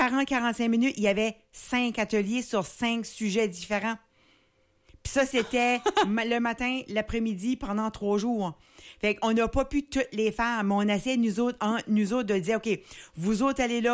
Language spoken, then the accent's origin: French; Canada; surtout quand on vient du Canada